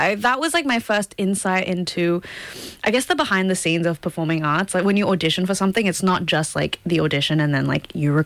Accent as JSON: {"language": "English", "town": "Gold Coast", "region": "Queensland", "country": "Australia", "tie": "born or raised there", "said": "So I grew up on the Gold Coast, and when we were coming back to Australia, I was like, well, if you want to really do this, maybe it'd be better to move to Sydney"}